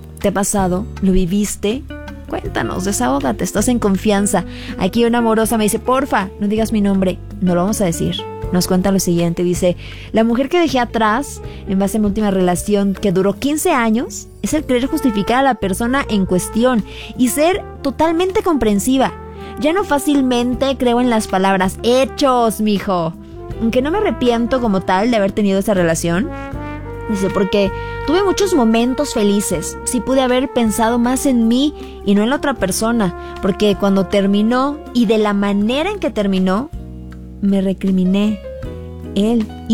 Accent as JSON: {"language": "Spanish", "region": "Puebla", "country": "Mexico", "said": "Somos piezas poblanas perfectas."}